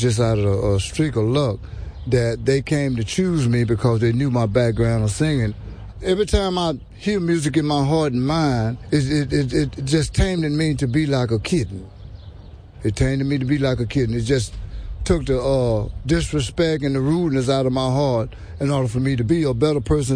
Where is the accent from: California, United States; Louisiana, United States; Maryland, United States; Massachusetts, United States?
Louisiana, United States; Shreveport; I'm from Shreveport, Louisiana, and I'm incarcerated for second-degree murder.